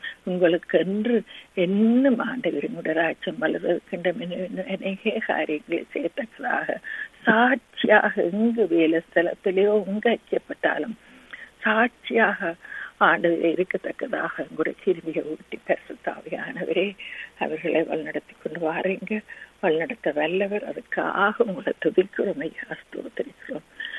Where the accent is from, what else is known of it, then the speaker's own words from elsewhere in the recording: Sri Lanka; moved away; நாங்கள் பிறந்து வளர்ந்த அந்த சிறிய இலங்கை தீவுக்காக